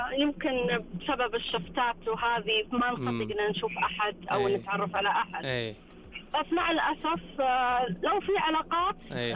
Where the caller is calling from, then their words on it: Jubail, Eastern Province, Saudi Arabia; انا من الجبيل الصناعيه.